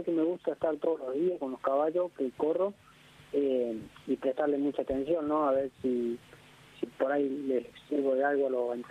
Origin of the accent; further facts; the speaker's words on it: El Quebracho, Córdoba, Argentina; moved away as an adult; now in Buenos Aires, Argentina; Yo sí, de la provincia de Córdoba, de un paraje, el Quebracho, que se llama.